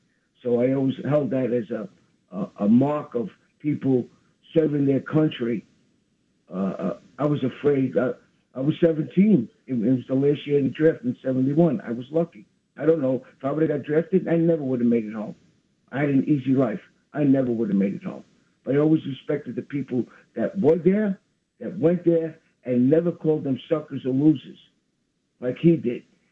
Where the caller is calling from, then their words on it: New York City, New York, United States; from Brooklyn.